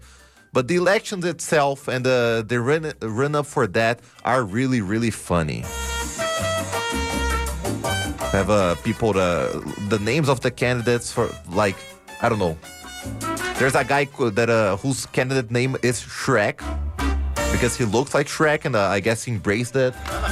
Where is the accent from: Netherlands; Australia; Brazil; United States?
Brazil; accent: Portuguese; English is a second language; moved away; my Portuguese accent.